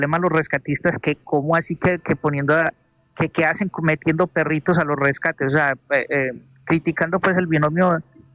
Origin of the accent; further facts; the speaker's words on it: Medellín, Antioquia, Colombia; yo que nací en Medellín, yo tengo 48 años